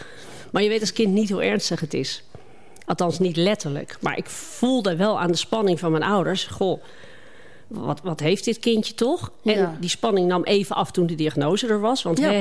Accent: The Hague, South Holland, Netherlands; Ja, nou, ik kom niet uit de streek. Wel uit Zuid-Holland kom ik. Ik kom uit Den Haag.

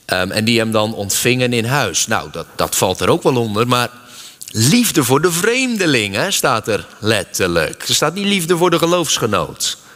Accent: Netherlands; Wij zijn geneigd, zeker als Nederlanders, om alleen mensen toe te laten in onze kring die we vertrouwen.

